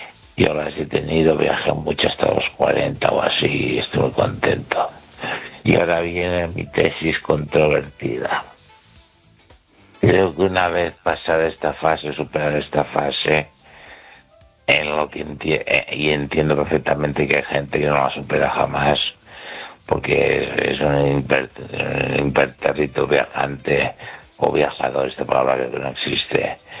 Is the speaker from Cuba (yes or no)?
no; Catalonia, Spain; Spanish is a second language; y de pensar en castellano o en español, y lo he conseguido. Y ahora soy escritor español, es catalán en expresiones española.